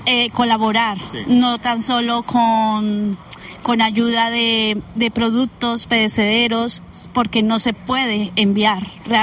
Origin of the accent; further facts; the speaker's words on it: Colombia; moved away; Sí, soy de Colombia, país hermano.